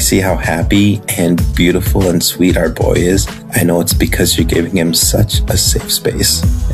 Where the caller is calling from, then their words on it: Medicine Hat, Alberta, Canada; from Medicine Hat, and this message is for Elena, my wife